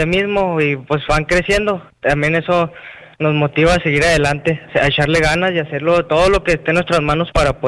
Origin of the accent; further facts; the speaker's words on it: Mexico